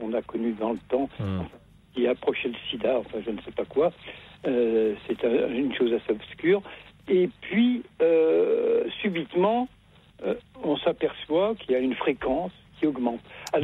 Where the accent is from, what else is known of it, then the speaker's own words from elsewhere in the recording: Lyon, Auvergne-Rhône-Alpes, France; je suis originaire de Lyon, d'ailleurs, c'est curieux.